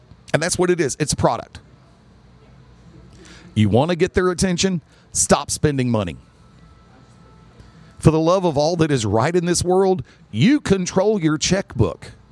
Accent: Birmingham, Alabama, United States; now in Pelham, United States; I'm from Birmingham. Now, if I really want to get technical, I will say I am in Pelham.

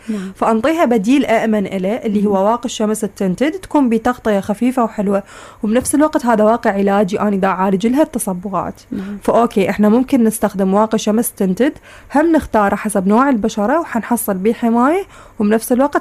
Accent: Iraq; عندنا بالعراق

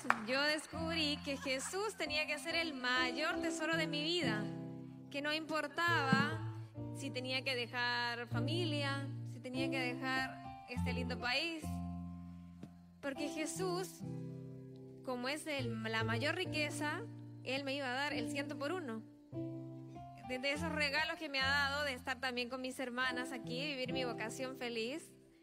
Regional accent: Santiago, Santiago Metropolitan Region, Chile; cuando yo estaba en el colegio en Santiago, porque yo también soy chilena

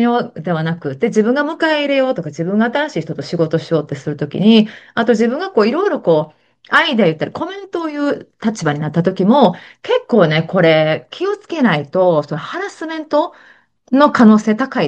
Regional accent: Kansai, Japan; accent: Kansai dialect; 私、この番組も結構関西弁をね、わーっと使って喋ってるんで、他のね、違う番組は関西弁出さないものもあったりするんですけど

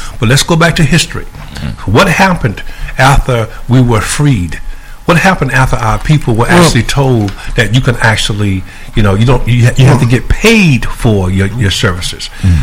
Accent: Augusta, Georgia, United States; I'm from Augusta, Georgia.

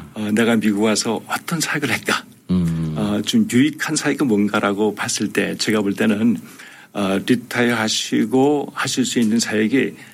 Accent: South Korea; now in United States; 우리 한인들이 우리 대한민국 사람으로서 미국 살면서 한인들의 위상을 높여주고

